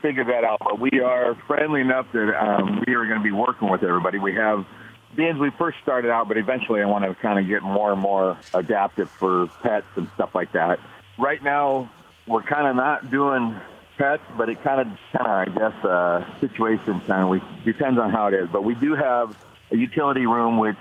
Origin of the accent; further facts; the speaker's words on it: Dallas, South Dakota, United States; moved away as an adult; also born or lived in Los Angeles, California; now in Gregory, United States; I was born and raised in Dallas, South Dakota, and joined the military and went all over the world, I guess, traveled, and then ended up retiring as a mail carrier out of Los Angeles, California. Then I ended up moving back here.